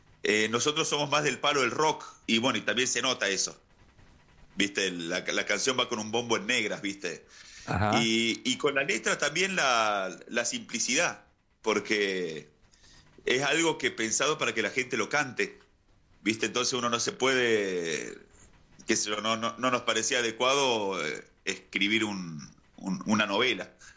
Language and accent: Spanish; Villa Carlos Paz, Córdoba, Argentina; Nosotros somos nacidos y criados en Villa Carlos Paz. Yo ahora estoy viviendo en Villa Santa Cruz del Lago, un poquito a 8 kilómetros de Carlos Paz, pero es todo lo mismo.